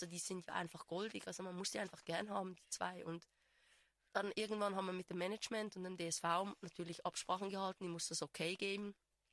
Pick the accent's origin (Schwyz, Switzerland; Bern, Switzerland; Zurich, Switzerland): Schwyz, Switzerland; Einsiedeln; Ich habe tatsächlich Skispringen nie geguckt, aber ich komme aus Einsiedeln und mein Bruder ist mit Andreas Küttel zur Schule gegangen.